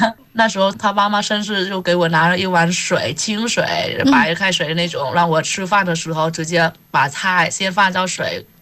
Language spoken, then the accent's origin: Chinese; Vietnam; first language Vietnamese; Chinese is a second language; moved away as an adult; now in Beijing, China; 在我们越南的语言就是这样。